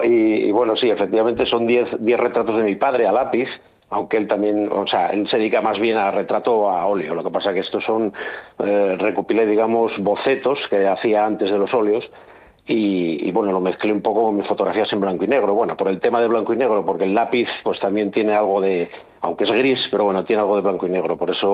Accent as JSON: {"language": "Spanish", "town": "Avilés", "region": "Asturias", "country": "Spain", "said": "nosotros somos de Avilés"}